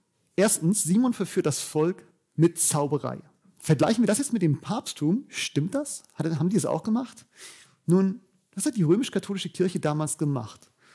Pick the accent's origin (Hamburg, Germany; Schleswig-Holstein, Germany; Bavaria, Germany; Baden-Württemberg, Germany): Bavaria, Germany; In dem Dorf, wo ich gerade wohne, ich komme aus Bayern